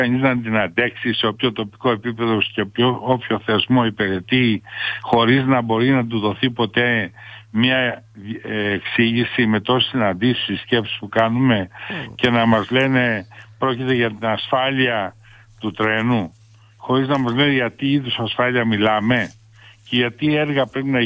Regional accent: Kalavryta, West Greece, Greece; εμείς εδώ που μεγαλώσαμε στα Καλάβρητα

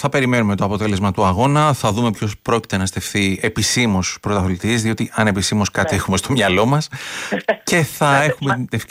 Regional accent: Greece; το μέλλον WRC μας απασχολεί ως Έλληνες

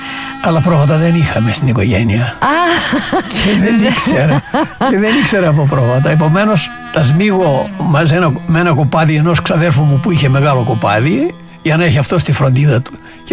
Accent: Elliniko, Epirus, Greece; Γεννήθηκα στο Ελληνικό Ιωαννίνων, ένα χωριό λίγο έξω από τα Γιάννενα, στο οποίο έκανα και το μουσείο μου.

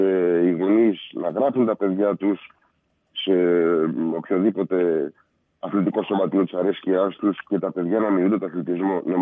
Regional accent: Piraeus, Attica, Greece; moved away as an adult; now in Patras, Greece; εγώ είμαι από Πειραιά, μεγάλωσα στην Πειραιά. Επαγγελματικές υποχρεώσεις με έφεραν στην Πάτρα.

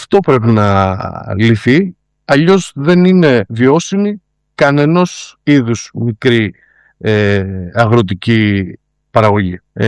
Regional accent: Trikala, Thessaly, Greece; moved away as an adult; now in East Zagori, Greece; στην πόλη μου, στα Τρίκαλα

